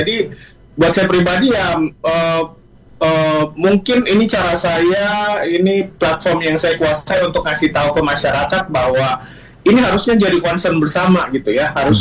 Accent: Eastern Indonesia, Indonesia; Jadi buat kita pribadi yang berasal dari Indonesia Timur itu merasa ada kerinduan gitu ya.

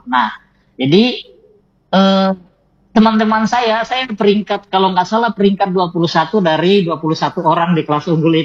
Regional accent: Mundek, Indonesia; Kampung saya di Mundek. Karena dulu-dulu kampung sekali.

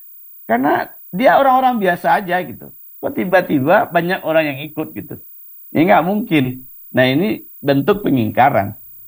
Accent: West Sumatra, Indonesia; melemahkan bagaimana karakter kita orang Minangkabau juga.

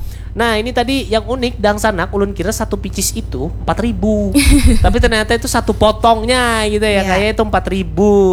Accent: Banjar, South Kalimantan, Indonesia; kita orang Banjar, lahir dan ganal tumbuh di Banjar

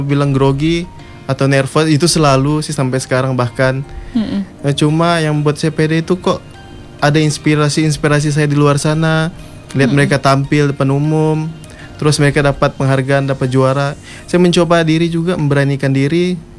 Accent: Sintang, West Kalimantan, Indonesia; SD, jadi SMP, SMA di Sintang

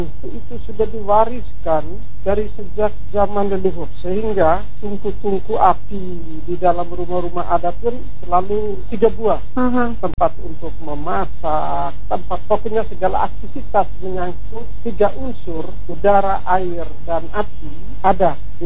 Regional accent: Wolotopo, East Nusa Tenggara, Indonesia; Jadi menjadi batu penyangga itu filosofi kami orang Lio, teristimewa di Wolotopo.

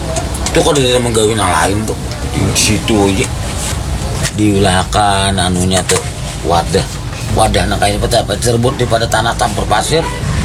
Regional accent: South Kalimantan, Indonesia; Tapi kalau kita orang Banjar, andap khas orang kita Banjar

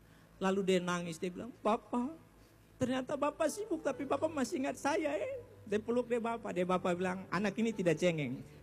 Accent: Papua, Indonesia; itu gaya kita orang Papua.

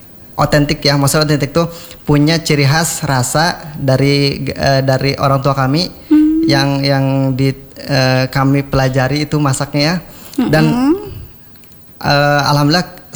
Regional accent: West Java, Indonesia; Kalau saya sendiri dari Jawa Barat.

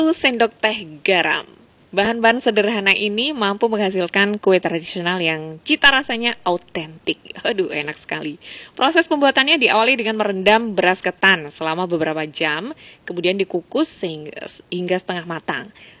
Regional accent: Bojonegoro, East Java, Indonesia; now in Sumenep, Indonesia; Kalau di Jawa biasanya di daerah saya, kawasan Bojonegoro seperti yang sebagian Anda sudah tahu ya, daerah asal saya.

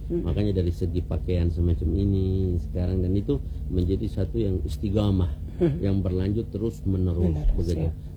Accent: Ambon, Maluku, Indonesia; accent: Ambon; also born or lived in Yemen; saya tetap dengan cara Ambon, saya tetap dengan logat Ambon, saya tetap dengan bergaul Ambon begitu.

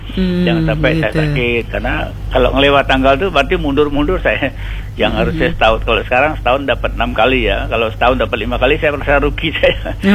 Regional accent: Bangka Belitung Islands, Indonesia; now in Yogyakarta, Indonesia; saya asli Pulau Bangka, Bangka Belitung.

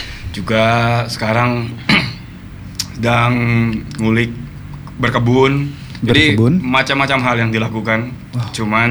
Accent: Jatinangor, West Java, Indonesia; born there; Awalnya di Jatinangor.

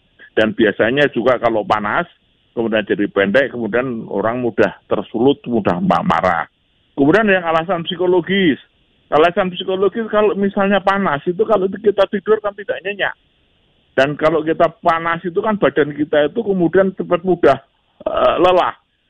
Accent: Java, Indonesia; saya sebagai orang Jawa yang kebetulan juga belajar dari Taman Siswa

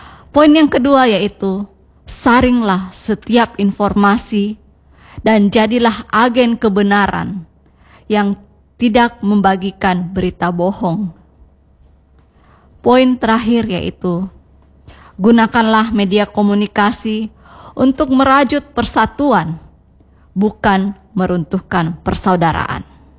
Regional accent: Makassar, South Sulawesi, Indonesia; Kita sebagai warga Makassar yang menjunjung tinggi nilai sipaka tau, sipaka lebi, dan sipaka inge, di mana saling menghormati, memuliakan, dan menyayangi.

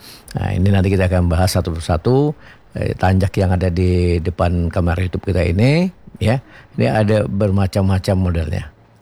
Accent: Riau, Indonesia; sebagai orang Melayu, orang bumi lancang kuning

